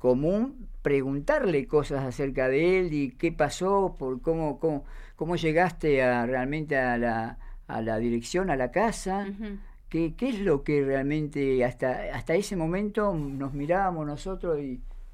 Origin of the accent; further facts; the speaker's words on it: Buenos Aires, Argentina; Yo vengo de Buenos Aires, mi papá, mis padres eran paraguayos